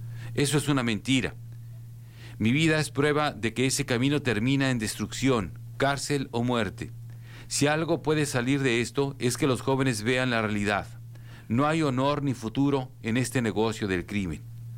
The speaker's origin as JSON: {"language": "Spanish", "country": "Mexico", "said": "Soy ciudadano mexicano. Reconozco que mi país también tiene un interés legítimo"}